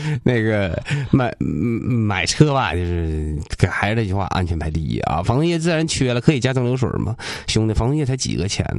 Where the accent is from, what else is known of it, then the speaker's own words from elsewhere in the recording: China; 别管我们中国人享受是吧？